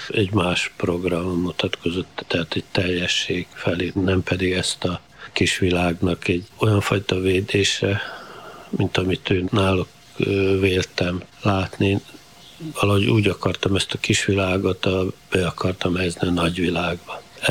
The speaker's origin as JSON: {"language": "Hungarian", "town": "Kanjiža", "region": "Vojvodina", "country": "Serbia", "tie": "born or raised there", "said": "Kanizsán volt az írótábor, és nyarantán az írók mindig Kanizsán voltak, tehát a szülővárosomba eljött a vajdaság irodalom"}